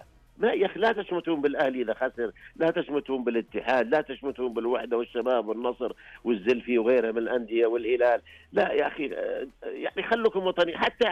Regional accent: Saudi Arabia

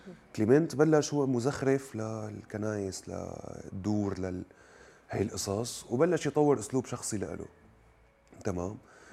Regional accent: Syria; بتعرفي احنا كسوريين عم نموت جوع

